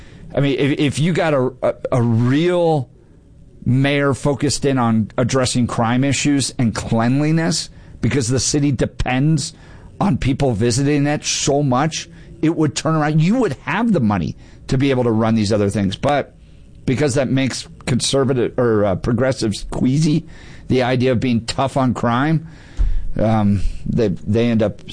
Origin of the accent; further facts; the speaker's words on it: Denver, Colorado, United States; Born and raised in Denver, moved out of Denver because of what had become, probably even heading out of Colorado at this point.